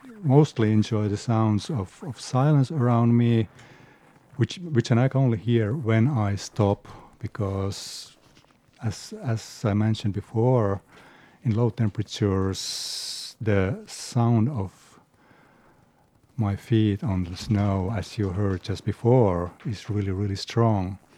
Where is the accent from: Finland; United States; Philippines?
Finland; Helsinki, Uusimaa; I come from Helsinki, and my background is through my parents, both in Oulu and in Karelia